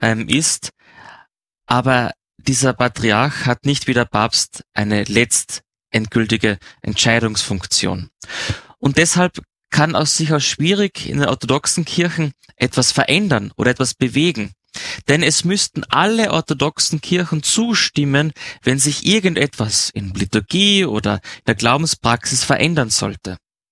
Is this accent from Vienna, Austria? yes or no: no; Carinthia, Austria; für mich als Kärntner, Kärntner-Kasennudel, das ist das beste Gericht der Welt